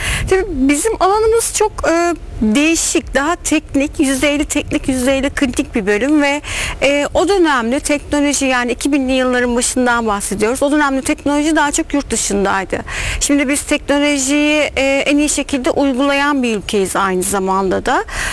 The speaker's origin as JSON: {"language": "Turkish", "region": "Samsun", "country": "Turkey", "tie": "born or raised there", "also_born_or_lived": "Ankara / Boston", "moved": "as an adult", "said": "Ben Samsun doğumluyum ve sonrasında lise bitinceye kadar hep Samsun'da kaldım. Sonrasında da Hacettepe Tıp Fakültesi'ni kazanınca yaklaşık bir 11 yıl için Ankara'ya geldim."}